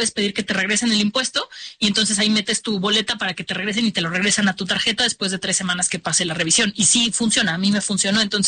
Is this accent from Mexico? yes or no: yes; Mexico; yo como mexicana